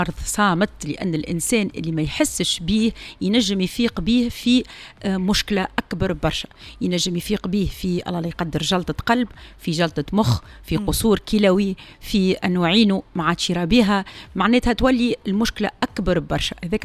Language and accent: Arabic; Tunisia; هو الضغط احنا عندنا في تونس راهو معناتها يمس تقريب 2.5 ملايين في الجمهورية التونسية الكل.